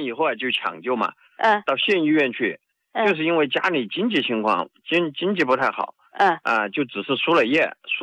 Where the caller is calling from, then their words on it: Xiangyang, Hubei, China; 我是湖北襄樊的。